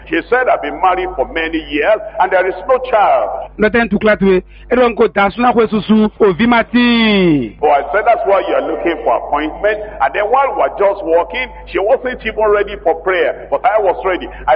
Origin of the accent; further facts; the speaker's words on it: Lagos, Nigeria; moved away; And then I moved from Lagos and I got to France.